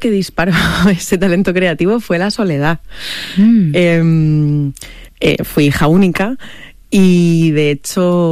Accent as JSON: {"language": "Spanish", "town": "Madrid", "region": "Community of Madrid", "country": "Spain"}